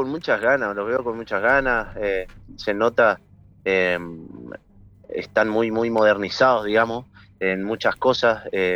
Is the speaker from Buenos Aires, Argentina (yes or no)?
no; Corrientes, Argentina; moved away; nosotros que somos correntinos, siempre digo, somos muy correntinos